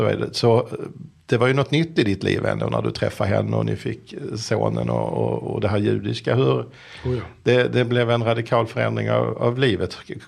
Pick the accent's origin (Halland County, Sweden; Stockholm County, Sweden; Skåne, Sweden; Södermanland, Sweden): Skåne, Sweden; accent: Skåne; jag tycker att skånska är väldigt fult. Och jag tycker inte om min egen dialekt.